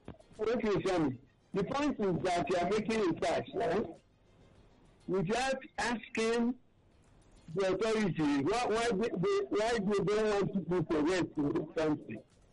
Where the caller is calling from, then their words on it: Lagos, Nigeria; Coming from Lagos.